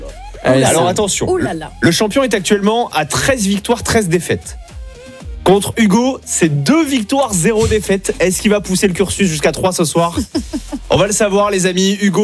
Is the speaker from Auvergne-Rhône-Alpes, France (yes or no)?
no; Mont-de-Marsan, Nouvelle-Aquitaine, France; Il a dit ça parce que je viens de Mont-de-Marsan, il voulait faire un choc mental.